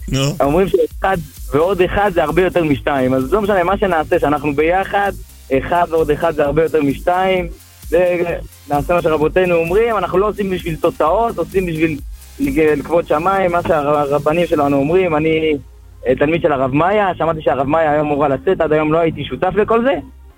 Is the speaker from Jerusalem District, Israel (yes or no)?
yes; Jerusalem, Jerusalem District, Israel; אני מירושלים.